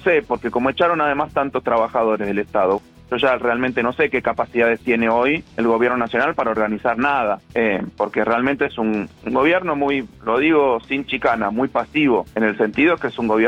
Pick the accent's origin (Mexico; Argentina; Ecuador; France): Argentina; yo soy argentino.